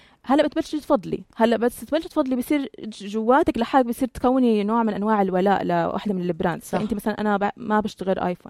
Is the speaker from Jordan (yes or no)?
yes; Jordan; إحنا كأردنيين